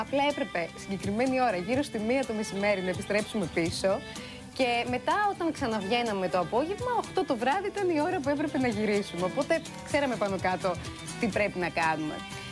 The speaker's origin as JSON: {"language": "Greek", "region": "Crete", "country": "Greece", "said": "Είναι καταπληκτικά εδώ στο χωριό μου, ε!"}